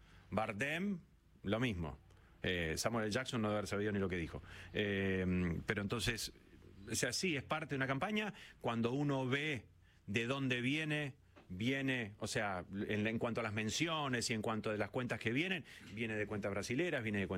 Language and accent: Spanish; Argentina; A ver, es evidente, todos hemos visto como argentinos una campaña que se diseminó rápidamente